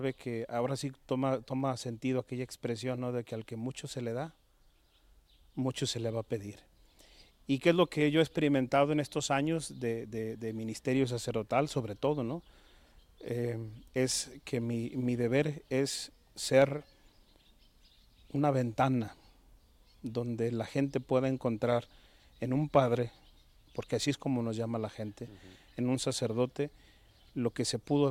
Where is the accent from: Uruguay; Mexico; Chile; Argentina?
Mexico; León, Guanajuato; born there; moved away; also born or lived in Silao, Guanajuato / Lagos de Moreno, Jalisco; Pero por azares del destino, yo nací allá. Crecí en León, Guanajuato. Y ya más adelante nos trasladamos a vivir toda la familia a Lagos de Moreno, una pequeña comunidad que se llama el 18 de marzo.